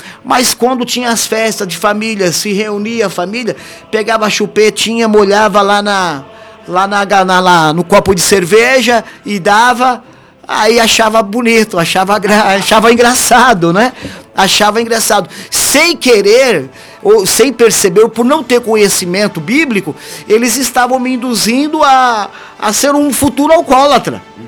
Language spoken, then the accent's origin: Portuguese; São Paulo, Brazil; Eu sou de São Paulo